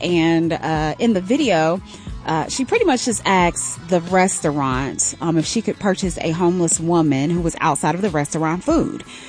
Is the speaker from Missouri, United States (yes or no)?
no; Charlotte, North Carolina, United States; now in Atlanta, United States; Charlotte, North Carolina. We all know my hometown.